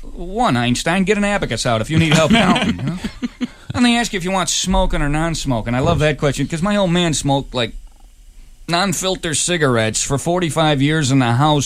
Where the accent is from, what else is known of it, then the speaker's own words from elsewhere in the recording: Chicago, Illinois, United States; And I'm from the Chicago area.